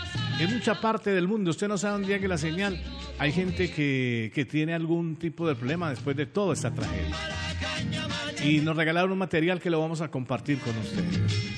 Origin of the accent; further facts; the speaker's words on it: Pereira, Risaralda, Colombia; en Pereira o en toda esa zona del eje cafetero de donde soy yo